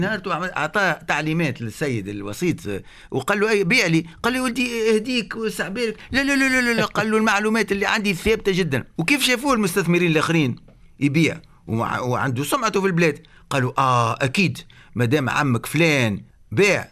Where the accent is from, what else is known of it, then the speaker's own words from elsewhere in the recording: Tunisia; أعطيك مثال وقع عندنا في تونس